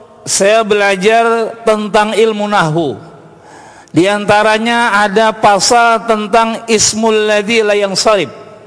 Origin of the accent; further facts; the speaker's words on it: Central Kalimantan, Indonesia; Yaitu daerah Pulau Kalimantan, yakni Kalimantan Tengah.